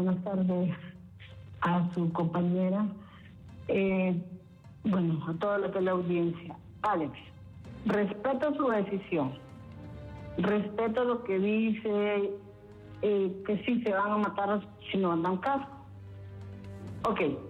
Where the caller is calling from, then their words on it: El Porvenir, Francisco Morazán, Honduras; Yo soy del Porvenir, Francisco Morazán.